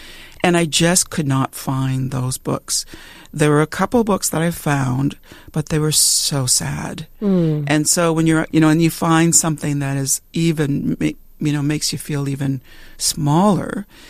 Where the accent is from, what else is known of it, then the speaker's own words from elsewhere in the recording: Temagami, Ontario, Canada; Yeah, when I grew up in Tomogamee, in Northern Ontario, but I think this is true for all across Canada, really, at the time